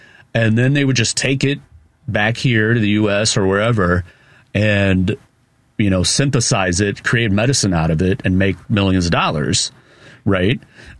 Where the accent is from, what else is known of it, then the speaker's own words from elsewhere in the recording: Illinois, United States; accent: Chicago; My Chicago accent slipping out there.